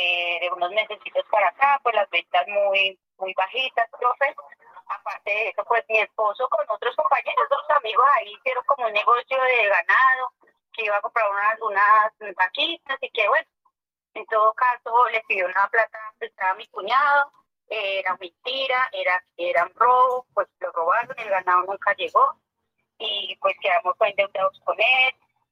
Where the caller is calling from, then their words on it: Villeta, Cundinamarca, Colombia; Acá de Villeta, Cundinamarca